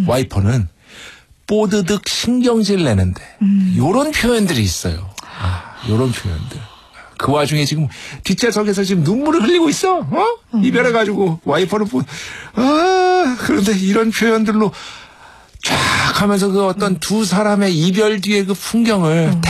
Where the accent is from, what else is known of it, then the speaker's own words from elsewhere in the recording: Ichon-dong, Seoul, South Korea; 이촌동이요? 옛날에 이촌동 많이 갔겠지. 저 어릴 때 살았던.